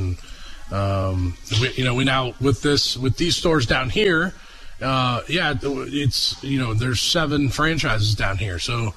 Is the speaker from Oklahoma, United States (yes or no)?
yes; Oklahoma, United States; moved away as an adult; now in Bartlett, Illinois, United States; I am born and raised in Oklahoma, originally.